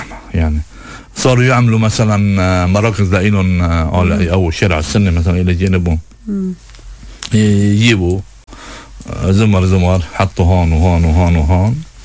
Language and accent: Arabic; Lebanon; أنا كلبناني